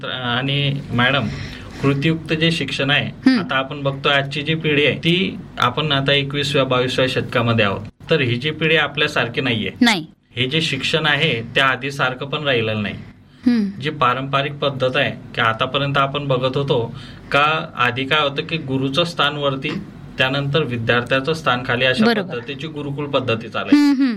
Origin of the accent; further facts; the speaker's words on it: Anturli, Maharashtra, India; also born or lived in Mhaswad, Shahada taluka; Madam माझं जे बालपण आहे ते खेड्यातच झालेलं आहे. अंतुर्ली या गावामध्ये 12वी पर्यंतचं शिक्षण घेतलं.